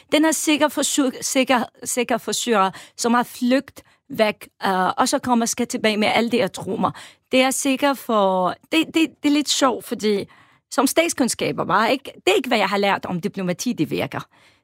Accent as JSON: {"language": "Danish", "town": "Homs", "region": "Homs Governorate", "country": "Syria", "tie": "born or raised there", "second_language": "Danish", "moved": "yes", "lives_now": "Denmark", "said": "Jeg kommer fra Homs"}